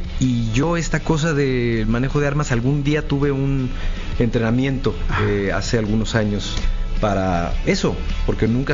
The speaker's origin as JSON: {"language": "Spanish", "town": "Guadalajara", "region": "Jalisco", "country": "Mexico", "tie": "born or raised there", "said": "Yo crecí en Guadalajara, una clase media, mi madre sacándonos tanto a mi hermano como a mí adelante."}